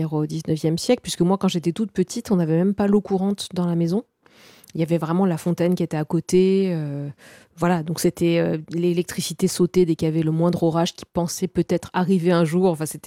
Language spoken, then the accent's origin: French; Bastia, Corsica, France; also born or lived in Castagniccia; Donc moi, je suis née à Bastia et j'ai passé pas mal de temps aussi en Castagnic, donc c'est en moyenne montagne, puisqu'en Corse, en général, on a toujours deux lieux.